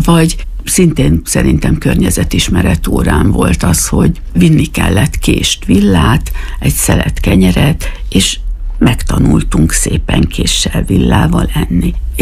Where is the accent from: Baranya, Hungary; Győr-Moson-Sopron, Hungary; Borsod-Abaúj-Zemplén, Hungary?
Borsod-Abaúj-Zemplén, Hungary; Miskolc; also born or lived in Hajdúszoboszló; mert Szirmán laktunk, úgyhogy én ilyen hűséges típus vagyok, mert Szirmán nőttem föl, a Szirmai Általános Iskolába jártam 8 évig